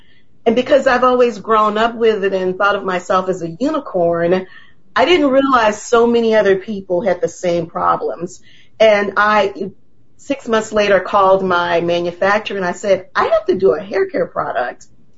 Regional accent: New Orleans, Louisiana, United States; I was raised in New Orleans.

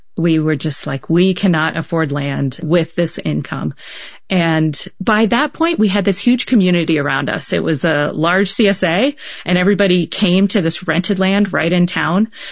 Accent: East, United States; now in Durango, United States; he's from Minnesota and I'm from the East.

